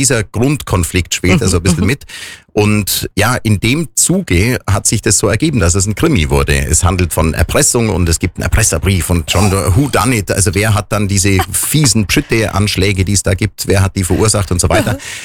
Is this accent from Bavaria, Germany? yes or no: yes; Oberstaufen, Bavaria, Germany; Ich komme aus Oberstaufen, habe ich schon gesagt. Mhm. Und mein Elternhaus ist das, was heute das Hotel Bergkristall ist.